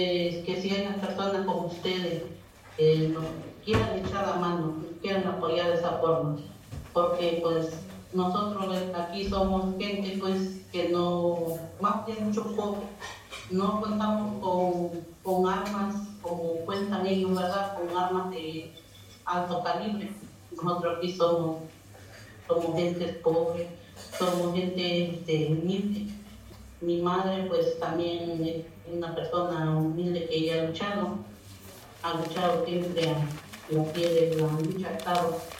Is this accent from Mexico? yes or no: yes; Paso del Águila, Mexico; yo soy de aquí de Pato del Águila